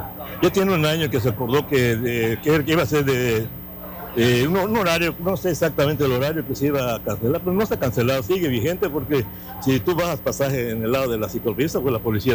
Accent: Cozumel, Quintana Roo, Mexico; porque nosotros somos parte de Cozumel

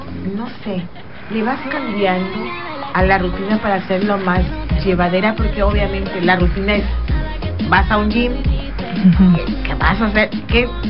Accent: Oaxaca, Mexico; born there; moved away; allá en mi rancho, mi rancho donde nací, en Oaxaca

